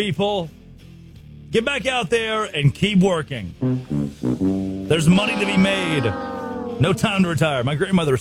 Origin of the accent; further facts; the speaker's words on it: Arkansas, United States; I grew up in Arkansas. I grew up in deep South Arkansas.